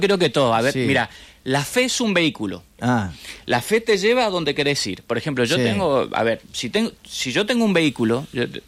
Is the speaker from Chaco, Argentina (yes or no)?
yes; Chaco, Argentina; a Chaco, mi tierra natal